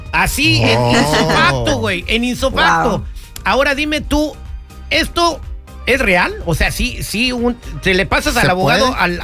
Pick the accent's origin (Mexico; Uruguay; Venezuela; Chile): Mexico; also born or lived in United States; now in Concord, United States; yo nací en los Estados Unidos y a los pocos meses de nacida me llevaron a México a vivir, contando con doble nacionalidad.